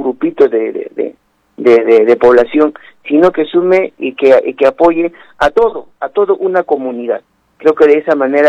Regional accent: Ilabaya, Tacna, Peru; Yo soy de Ilabaya, he nacido en Boroguenia. Tengo mis padres actualmente viviendo en Boroguenia. Tengo un gran cariño a mi distrito.

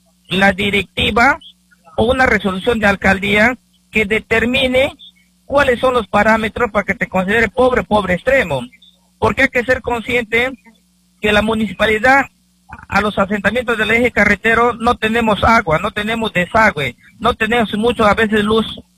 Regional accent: Loreto, Peru; now in Iquitos, Peru; Nosotros venimos de Río Napo acá a Iquitos.

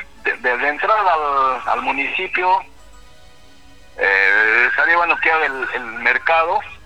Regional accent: Mazamari, Junín, Peru; yo crecí en Mazamari

